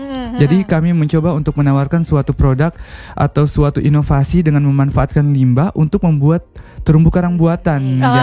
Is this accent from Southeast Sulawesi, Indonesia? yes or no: yes; Southeast Sulawesi, Indonesia